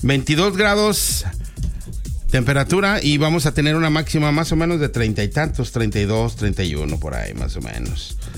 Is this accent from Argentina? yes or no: no; Lerdo, Durango, Mexico; Ah, así somos las de Lerdo, diga. Valientes.